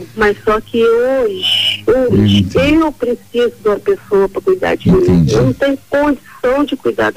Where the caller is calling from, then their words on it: Itaperuna, Rio de Janeiro, Brazil; Eu falo do interior do Rio de Janeiro, de Itaperuna.